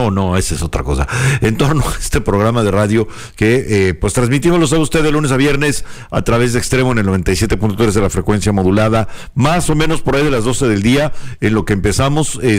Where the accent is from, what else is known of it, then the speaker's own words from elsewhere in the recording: Tabasco, Mexico; somos tabasqueños y así hablamos aquí en Tabasco.